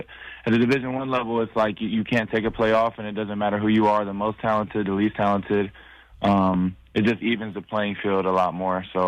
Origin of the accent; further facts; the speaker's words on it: Midwest, United States; I'm from the Midwest, like you said, but I'm not used to all the hills and stuff.